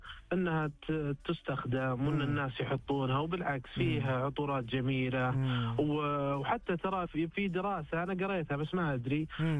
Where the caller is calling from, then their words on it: Riyadh, Riyadh Province, Saudi Arabia; من الرياض.